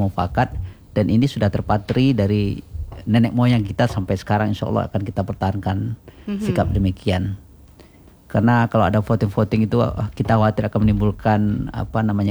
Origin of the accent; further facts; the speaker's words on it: West Sumatra, Indonesia; kalau kita orang Minang ini